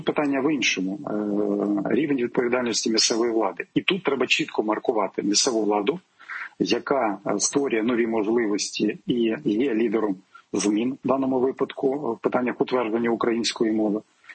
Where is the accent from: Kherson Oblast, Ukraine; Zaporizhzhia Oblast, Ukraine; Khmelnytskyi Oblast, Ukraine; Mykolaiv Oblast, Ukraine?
Mykolaiv Oblast, Ukraine; Я уродженець Миколаївщини